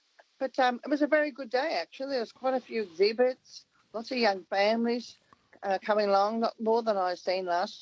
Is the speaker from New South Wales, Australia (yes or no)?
no; Victoria, Australia; I come from the Western District and grew up there, and I still have a blanket from the Warrnambool woolen mills.